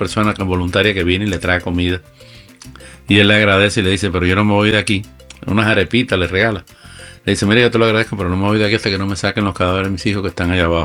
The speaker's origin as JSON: {"language": "Spanish", "country": "Venezuela", "said": "Ahora mismo todos somos venezolanos, hay que rescatar la mayor cantidad posible."}